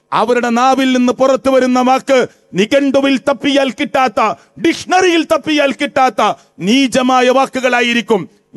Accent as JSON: {"language": "Malayalam", "town": "Manjeri", "region": "Kerala", "country": "India", "said": "എന്റെ നാട്ടിൽ മലപ്പുറം ജില്ലയിൽ മഞ്ചേരിയിൽ"}